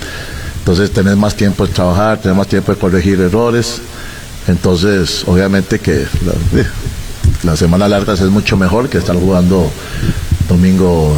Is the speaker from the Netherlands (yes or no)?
no; Costa Rica; nosotros no estamos en Europa, ni somos europeos, somos más ticos que el agua dulce